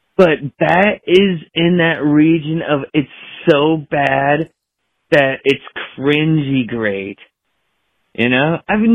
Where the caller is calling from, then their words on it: Spearfish, South Dakota, United States; from Spearfish.